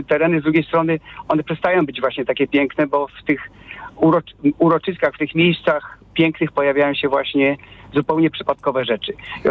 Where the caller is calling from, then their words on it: Polish Jura, Poland; Ja jeszcze mieszkam w jednym, zdawałoby się, z najpiękniejszych zakątków Polski, bo na Jurze. I rzeczywiście ten krajobraz, na przykład, kiedy ja się wprowadzałem do mojej wioski, bo jestem mieszkańcem miasta, ale który się przeprowadził na wioskę, był przecudowny.